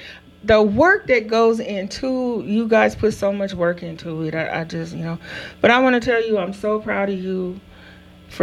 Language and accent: English; Chino, California, United States; So Chino, that's in my hometown.